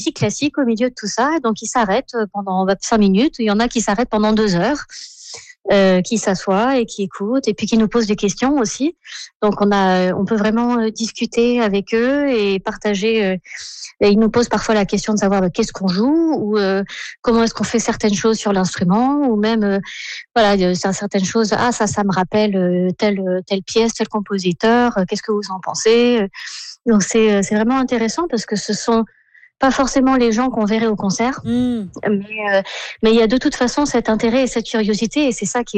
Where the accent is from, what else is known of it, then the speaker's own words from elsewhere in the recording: Provence-Alpes-Côte d'Azur, France; now in Düsseldorf, Germany; donc moi, je suis française de la Côte d'Azur, mais j'habite à Düsseldorf. Donc, je venais d'Allemagne.